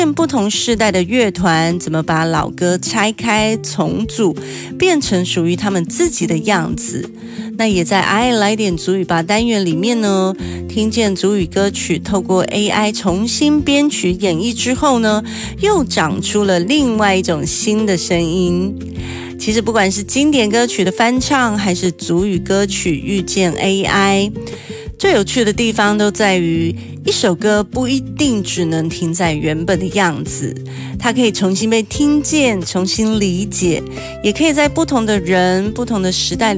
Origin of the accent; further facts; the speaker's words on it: Alishan, Chiayi County, Taiwan; 我是来自于阿里山的